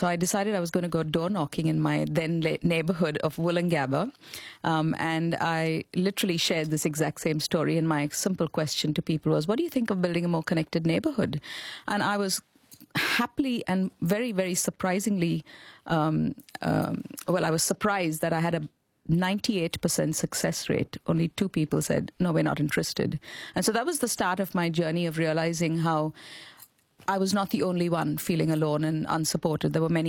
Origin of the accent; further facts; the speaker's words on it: Mumbai, Maharashtra, India; I grew up in India in a really strong connected neighborhood on the outskirts of Mumbai in a little suburb called Chembur, where literally 3-4 generations of families lived together.